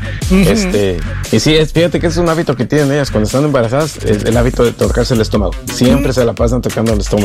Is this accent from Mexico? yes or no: yes; Mexico; yo siendo mexicano, nuevamente sintiéndome orgulloso de mi raza